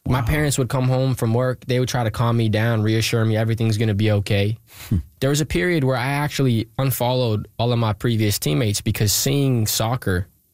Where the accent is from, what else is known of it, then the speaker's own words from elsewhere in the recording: Pickering, Ontario, Canada; We start a community initiative called Pick Waste, because I'm from Pickering, and we pick up trash.